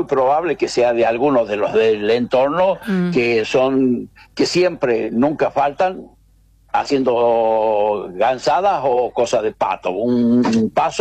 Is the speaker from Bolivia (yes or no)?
no; Argentina; Claro que soy argentino.